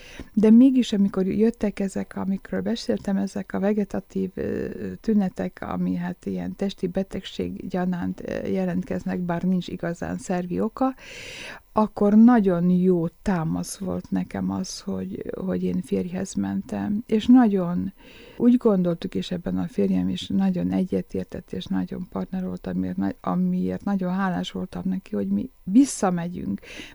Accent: Békés, Hungary; a férjem ezt meghozta, ezt az áldozatot, hogy ő visszajött velem az én szülővárosomba.

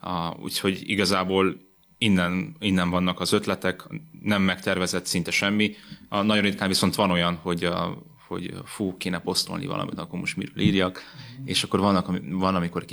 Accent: Galambod, Mureș County, Romania; now in Cluj-Napoca, Romania; ott éltem Marosvásárhelyen, nőttem fel, de Marosvásárhely mellett a Galambodon, megemlítem Galambodot, mert nagyon kevesen élnek a faluban, úgyhogy halljanak így többen is Galambodról, nagyon szép kis falu. Ott nőttem fel, és talán 11-12-es koromban beszéltem a legszebben magyarul

